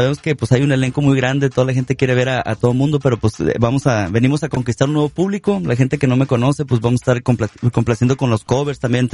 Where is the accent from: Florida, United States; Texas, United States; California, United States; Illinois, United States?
Illinois, United States; Waukegan; Fue que empecé en un concurso de karaoke allí en mi ciudad, se llama Waukegan, en Illinois, como una hora de Chicago.